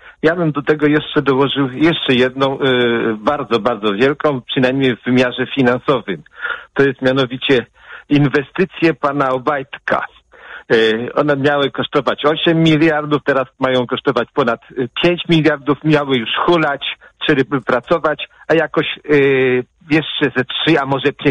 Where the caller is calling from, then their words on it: Płock, Masovian Voivodeship, Poland; Ja jestem z Płocka